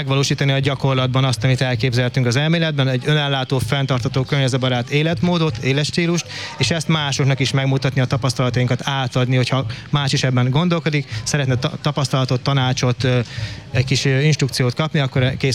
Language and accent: Hungarian; Szeghalom, Békés, Hungary; born there; now in Jászboldogháza, Hungary; hiszen én nem jászboldogházi születésű vagyok, hanem Szeghalmi Békés megyei